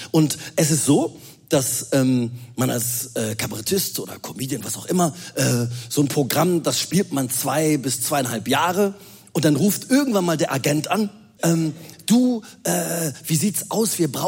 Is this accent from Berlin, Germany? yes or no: no; Cologne, North Rhine-Westphalia, Germany; born there; Und ich bin ja Rheinländer, das sieht man ja auch. Ne? Ich bin in Köln geboren.